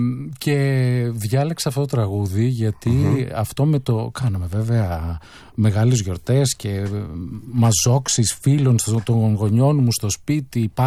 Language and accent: Greek; Koropi, Attica, Greece; born there; Εντάξει, έχω γεννηθεί τη δεκαετία του 70, το 1972, στο Κοροπή. Όταν γεννήθηκα εγώ στο Κοροπή, ακόμα χωματόδρομοι.